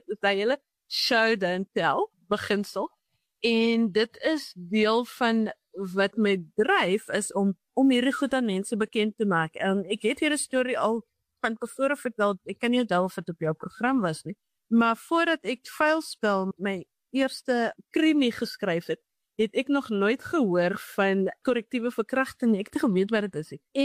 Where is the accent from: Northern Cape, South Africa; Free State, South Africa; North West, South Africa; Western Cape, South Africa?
Western Cape, South Africa; Grabouw; Ek het op Grabouw groot geword waar ek nou weer bly.